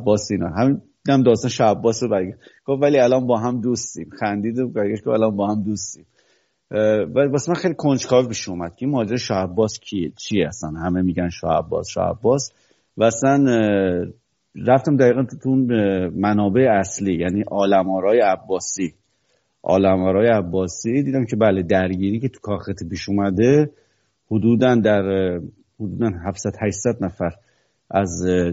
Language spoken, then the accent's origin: Persian; Iran; هر کی منو میدید میدید که من ایرانیم